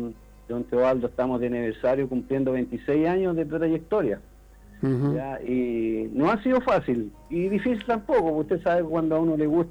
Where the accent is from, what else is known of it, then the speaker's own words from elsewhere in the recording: Palmilla, O'Higgins, Chile; now in Peralillo, Chile; Yo soy de tomo y lomo, del Guillo primero, de Palmilla, después soy de Peralillo.